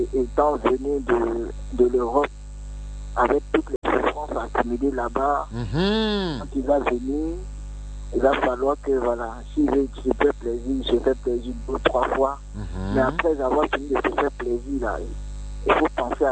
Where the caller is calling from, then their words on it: Abidjan, Côte d’Ivoire; j'appelle depuis le Vallon.